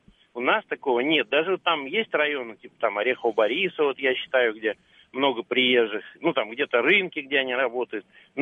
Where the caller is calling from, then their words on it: Moscow, Russia; Да, здравствуйте … из Москвы.